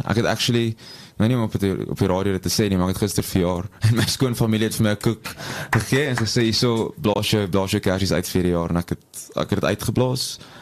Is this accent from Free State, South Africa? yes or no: no; Boksburg, Gauteng, South Africa; moved away as an adult; also born or lived in Somerset West; Ek kom omdat ek hier gebore is, ek in Boksburg groot geword, en toe daar toe getrek. So alles van Gauteng voel net vir my baie meer bekend.